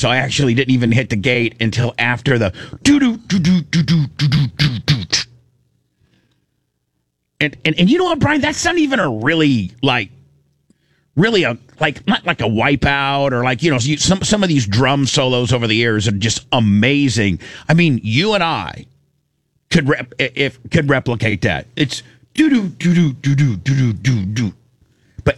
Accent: Indiana, United States; I grew up in Indiana, and I heard about it.

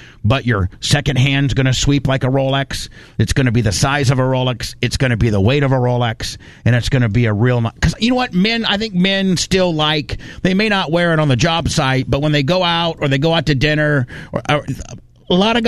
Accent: Warsaw, Indiana, United States; born or raised there; moved away as an adult

